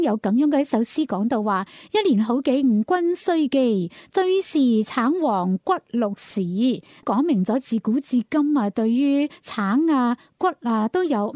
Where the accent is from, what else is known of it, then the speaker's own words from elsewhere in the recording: Guangdong, China; 其实我哋广东人